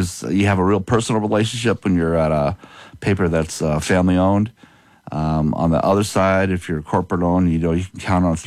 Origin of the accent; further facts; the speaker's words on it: Michigan City, Indiana, United States; now in Pennsylvania, United States; And then start off my career all over Indiana at my hometown paper, Michigan City, Indiana.